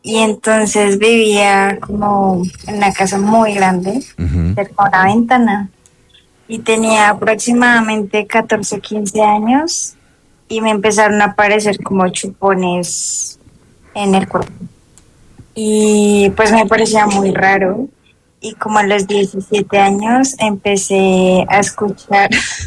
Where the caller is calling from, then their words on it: Boyacá, Colombia; Desde Boyacá.